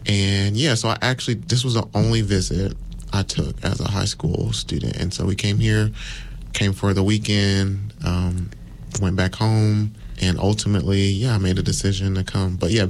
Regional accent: Lithonia, Georgia, United States; moved away as an adult; now in Virginia, United States; So I am from Georgia, about 30 minutes east of Atlanta. So most of my time was spent in the Stonemount, Lithonia area.

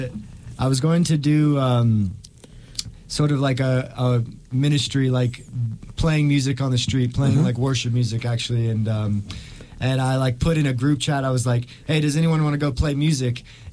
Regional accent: San Diego, California, United States; born there; moved away as an adult; also born or lived in East Coast; I've lived on the East Coast and I've lived on the West Coast, but I was born in San Diego, California.

